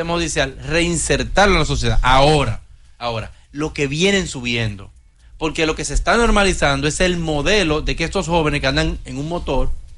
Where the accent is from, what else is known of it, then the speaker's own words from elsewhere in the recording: Dominican Republic; yo prefiero como dominicano